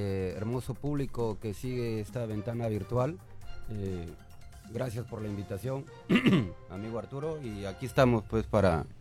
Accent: Castilla, Piura, Peru; Nosotros somos nacidos en Campo Polo.

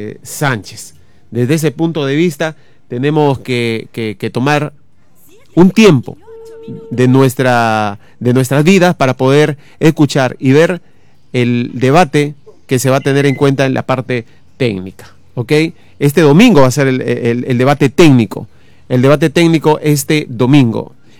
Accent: Peru

